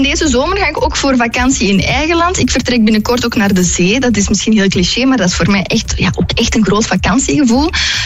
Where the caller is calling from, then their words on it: Herentals, Flanders, Belgium; ik ben afkomstig uit Herentals.